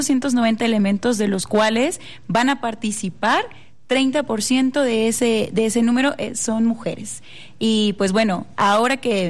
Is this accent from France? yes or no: no; Mexico; estas fechas tan importantes como mexicanos